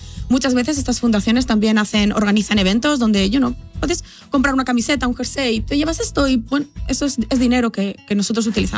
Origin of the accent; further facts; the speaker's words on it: Castellón, Valencian Community, Spain; Yo soy originaria de España, de una ciudad pequeñita llamada Castellón.